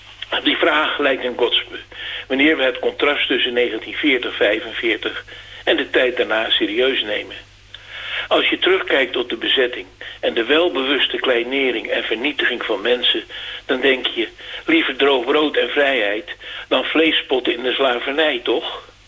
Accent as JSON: {"language": "Dutch", "town": "Amsterdam", "region": "North Holland", "country": "Netherlands", "tie": "born there"}